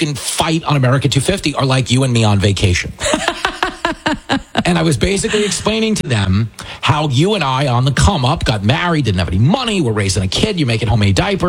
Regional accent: New York, United States; We grew up in Nassau County surrounded by women who say friggin'. You know what I mean? It's totally, half of them have my accent.

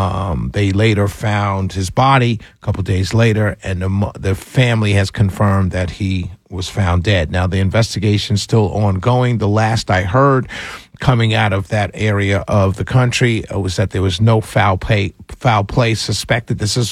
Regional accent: New York, United States; I grew up in Harlem, New York.

